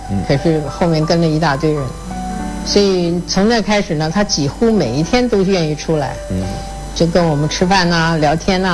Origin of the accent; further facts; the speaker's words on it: Taiwan; born there; also born or lived in Tianjin; 我们从小在台湾受教育